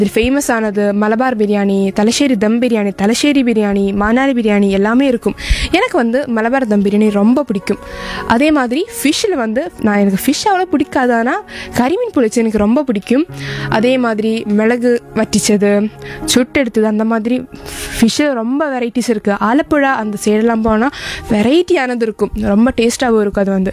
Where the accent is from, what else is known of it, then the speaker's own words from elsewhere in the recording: Kerala, India; என் சொந்த ஊர் வந்து கேரளா.